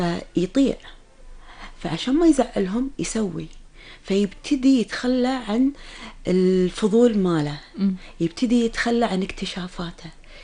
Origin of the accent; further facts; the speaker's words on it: Kuwait; عندنا بالكويت